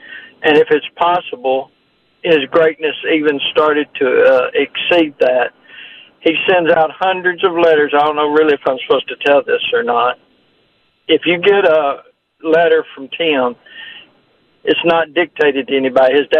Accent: Nashville, Tennessee, United States; growing up in Nashville

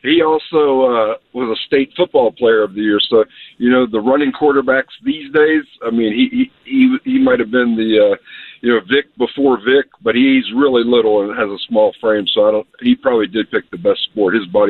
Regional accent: Virginia, United States; I'm from Virginia

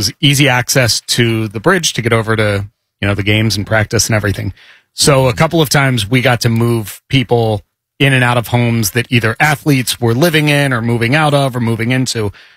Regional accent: New Jersey, United States; where I grew up in South Jersey, right over the bridge from Philadelphia.

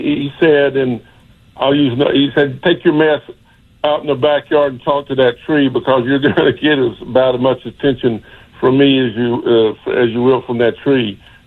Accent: Gaffney, South Carolina, United States; born there; You know, I'm from Gaffney. I finished Gaffney High School, first 3 years of integration.

